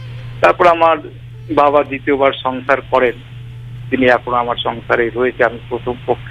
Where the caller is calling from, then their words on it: Barajaguli, West Bengal, India; আমি হরিণঘাটার বড়জাগুলি জেলা নদিয়া থেকে